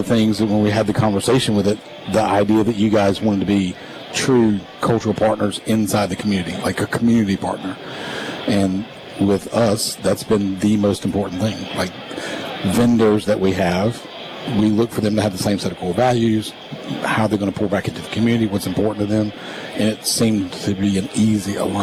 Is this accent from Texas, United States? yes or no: no; Nashville, Tennessee, United States; we're from Nashville, so it's 15 minutes away.